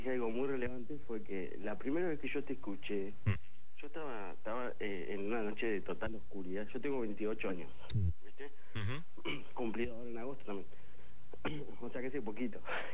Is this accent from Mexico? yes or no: no; Paraná, Entre Ríos, Argentina; Yo soy de Paraná.